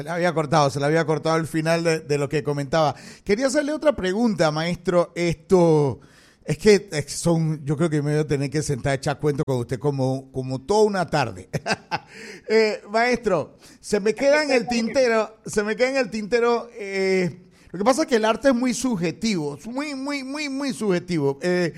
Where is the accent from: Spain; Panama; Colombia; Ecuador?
Panama; yo me considero también un panameño de a pie